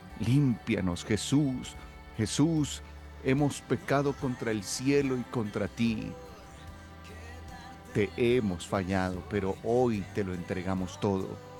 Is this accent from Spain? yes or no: no; Colombia